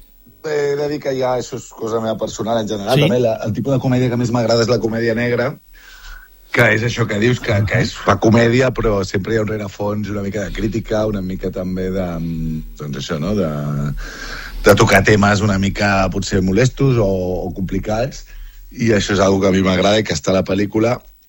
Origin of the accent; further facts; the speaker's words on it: Barcelona, Catalonia, Spain; jo soc de Barcelona